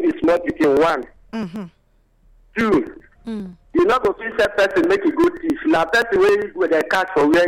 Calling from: Benin City, Edo, Nigeria; I'm calling from Benin.

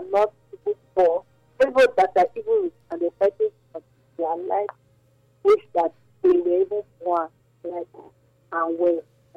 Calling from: Lagos, Nigeria; I'm calling from South Lagos.

